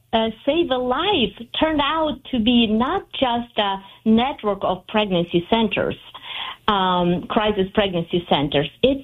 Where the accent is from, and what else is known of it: Ukraine; English is a second language; moved away